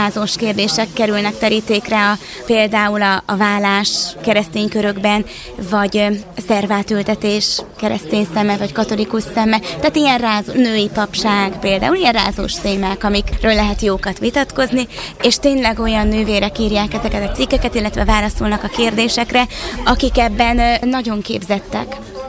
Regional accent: Szombathely, Vas, Hungary; én szombathelyi vagyok

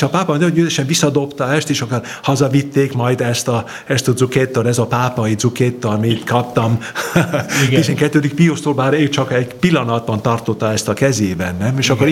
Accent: Vienna, Austria; born there; Hungarian is a second language; és édesapám osztrák volt, és én Bécsben születtem, de valahogyan mindig közel voltak a magyar rokonaink.

